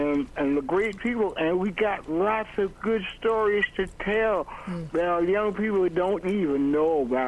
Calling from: Paterson, New Jersey, United States; I am also from New Jersey, from Paterson, New Jersey.

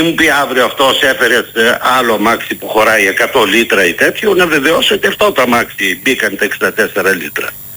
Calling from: Greece; Καταρχήν ζούμε στην πιο διαφθαρμένη χώρα του κόσμου, πιστεύω.

